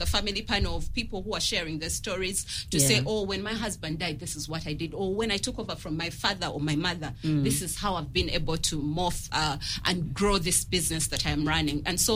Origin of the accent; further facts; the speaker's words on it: Eastern Region, Uganda; I come from Busoga